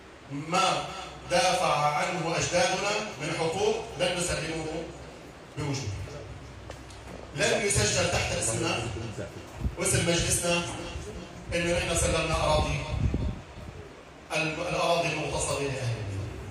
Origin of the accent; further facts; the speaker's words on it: Ain Minin, Rif Dimashq, Syria; رئيس بلدتي